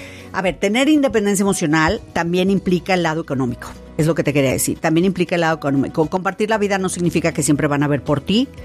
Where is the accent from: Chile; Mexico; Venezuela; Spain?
Mexico; Como buenos latinos, como buenos mexicanos.